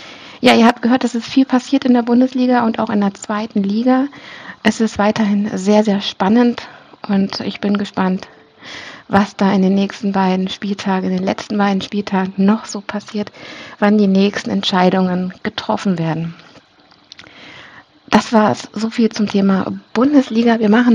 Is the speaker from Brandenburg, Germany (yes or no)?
no; Hanover, Lower Saxony, Germany; als Hannoveranerin hofft man ja doch, dass Braunschweig absteigt